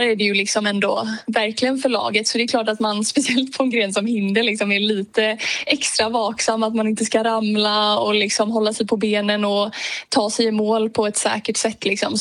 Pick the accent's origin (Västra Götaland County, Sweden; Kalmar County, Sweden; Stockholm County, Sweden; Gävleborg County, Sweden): Kalmar County, Sweden; Öland; now in Netherlands; Ja, på sommaren saknar man verkligen Öland. Det blir väldigt varmt här i Holland